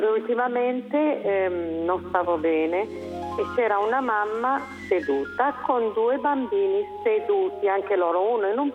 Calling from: Genoa, Liguria, Italy; di Genova.

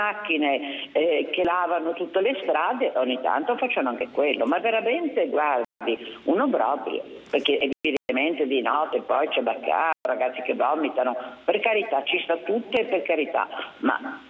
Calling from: Genoa, Liguria, Italy; io sono di Genova, residente a Genova.

